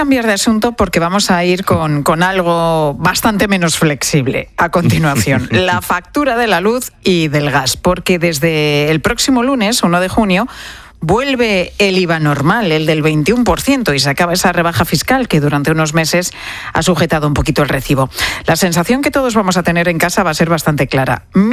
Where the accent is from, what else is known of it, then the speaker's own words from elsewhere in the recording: Spain; que somos muchos españoles